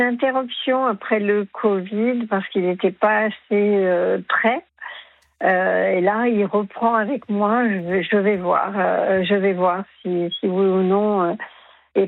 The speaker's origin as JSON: {"language": "French", "country": "France", "also_born_or_lived": "Germany", "moved": "as an adult", "said": "parce que moi j'ai habité plus de 20 ans en Allemagne, je suis une Française, mais j'ai habité très longtemps en Allemagne"}